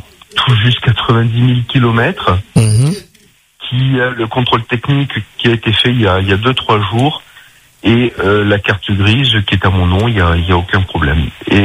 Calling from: L'Étang-Salé, Réunion; Alors, moi, je suis sur Étansal et Léo.

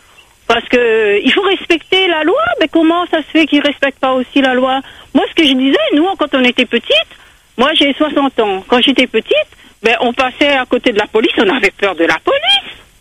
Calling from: Réunion

